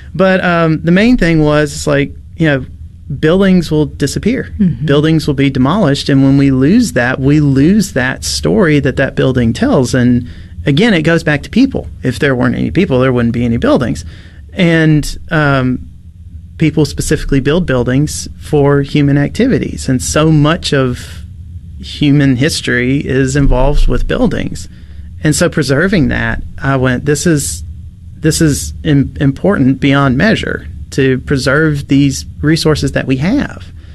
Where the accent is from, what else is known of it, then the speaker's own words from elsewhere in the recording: Vicksburg, Mississippi, United States; So I grew up in Vicksburg, so I'm just surrounded by history.